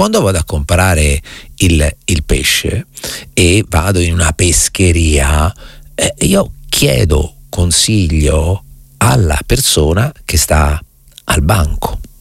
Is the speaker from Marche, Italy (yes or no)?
yes; Recanati, Marche, Italy; Io ricordo che quando ero piccolo a Recanati, due giorni a settimana, solo due giorni a settimana, Recanati non sta sul mare, ok? È in collina, a 298 metri sul livello del mare